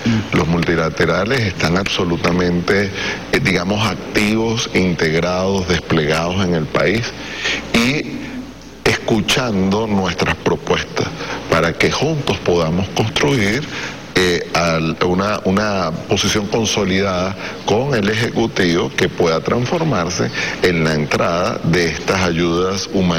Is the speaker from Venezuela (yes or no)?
yes; Venezuela; como venezolanos debemos debemos respaldar.